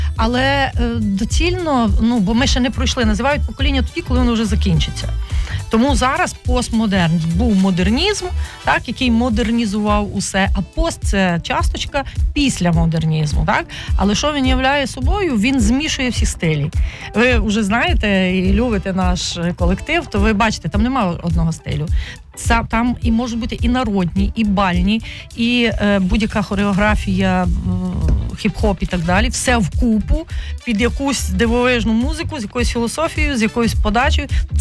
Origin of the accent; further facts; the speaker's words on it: Vinnytsia, Vinnytsia Oblast, Ukraine; Отаке у мене вінницька прописка. Я вінничанка, я цим пишаюсь, і я люблю Вінницю.